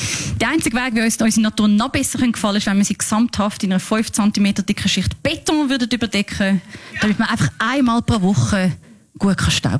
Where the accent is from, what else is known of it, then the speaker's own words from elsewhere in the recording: Switzerland; ich bin da in der Schweiz aufgewachsen. Ich habe die Ansprüche, die man hat, wenn man in der Schweiz aufwächst.